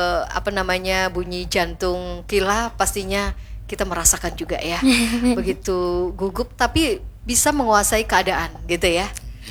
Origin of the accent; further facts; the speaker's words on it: South Kalimantan, Indonesia; Nah, untuk ini pastinya menjadi kebanggaan kita ya, warga Banua Kalimantan Selatan.